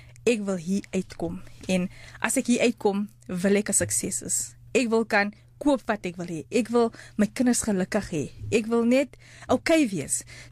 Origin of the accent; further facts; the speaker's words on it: Johannesburg, Gauteng, South Africa; ek kom van Nucle, Westbury af, net hier om die draai van die SAIK af.